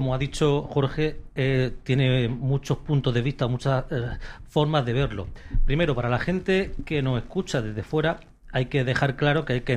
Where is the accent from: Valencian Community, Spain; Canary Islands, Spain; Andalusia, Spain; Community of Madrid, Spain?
Andalusia, Spain